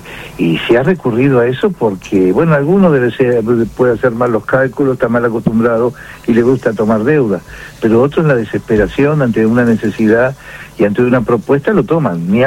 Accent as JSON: {"language": "Spanish", "town": "Rosario", "region": "Santa Fe", "country": "Argentina", "said": "soy de Rosario"}